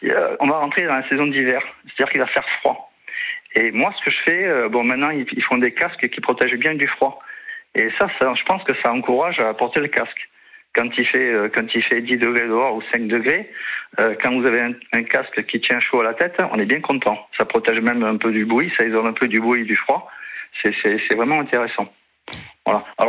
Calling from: Nîmes, Occitanie, France; J'habite à Nîmes.

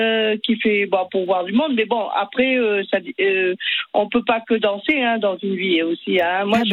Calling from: Châteauroux, Centre-Val de Loire, France; Je suis de Châteauroux, moi aussi.

